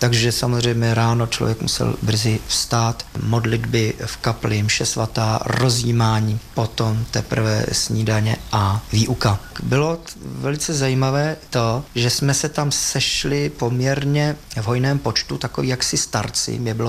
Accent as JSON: {"language": "Czech", "region": "Bohemia", "country": "Czechia", "said": "jsme tedy přešli Češi, protože tam jsme byli Češi a Moraváci. Takže Moraváci šli do Olomouce a Češi jsme šli do Prahy."}